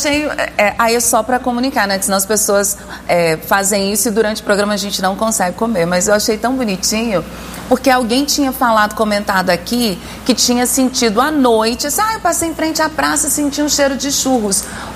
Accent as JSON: {"language": "Portuguese", "region": "Minas Gerais", "country": "Brazil", "said": "Eu sou mineira prevenida"}